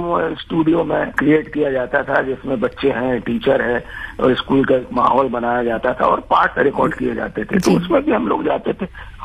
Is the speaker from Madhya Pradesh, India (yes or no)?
yes; Madhya Pradesh, India